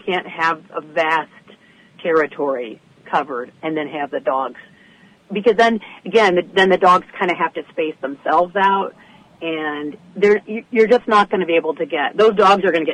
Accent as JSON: {"language": "English", "region": "Michigan", "country": "United States", "moved": "yes", "lives_now": "Point Reyes, California, United States", "said": "I'm from Michigan. So we're both, sort of displaced upper Midwesterners"}